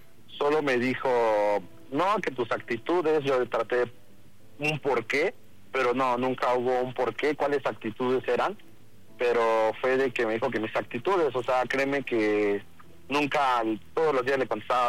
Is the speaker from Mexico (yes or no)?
yes; State of Mexico, Mexico; Tengo 17 años y soy del Estado de México.